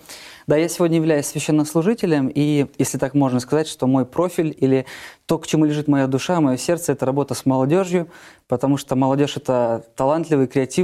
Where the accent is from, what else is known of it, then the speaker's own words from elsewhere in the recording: Rostov-on-Don, Rostov Oblast, Russia; moved away as an adult; Я родился в Ростове-на-Дону, это мой родной город. 25 лет жизни своей там прожил. Угу. Вот, сегодня мне 30